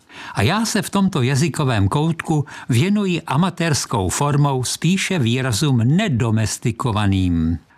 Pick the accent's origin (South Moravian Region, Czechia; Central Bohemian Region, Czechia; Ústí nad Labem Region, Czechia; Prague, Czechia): South Moravian Region, Czechia; Brno; A navíc jsu Moravák a Brňák, a tož tady, v rozhlase naší Moravy, propaguju předevšetkým nespisovnou slováckou mluvu a brněnské hantec.